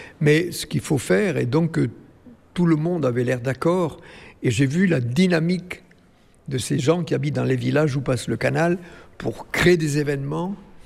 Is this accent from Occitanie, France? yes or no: yes; Vielmur, Occitanie, France; Oui, je suis né à Vielmur, dans le Tarn, petit village, à la campagne. On n'avait même pas l'eau courante, vous voyez, dans la maison.